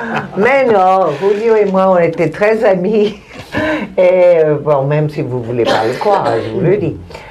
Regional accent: Mexico; parce que moi je viens du Mexique, il est pas l'espagnol et moi aussi, et donc comme avec … tous les deux on avait le même langage

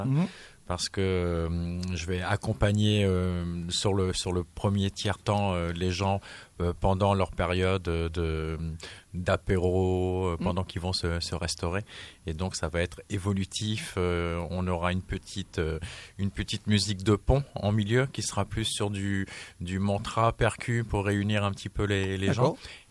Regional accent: Carcassonne, Occitanie, France; Je suis originaire de Carcassonne.

